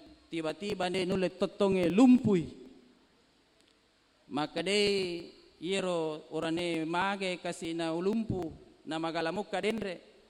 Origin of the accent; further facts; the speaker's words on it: South Sulawesi, Indonesia; moved away; saya hari ini kembali ke kampung, pulang kampung. Tadi saya diperkenalkan ini saya orang Pindrang. Lahir di sebuah negeri yang namanya California City Punia Desa Marano Kecamatan Matirebulu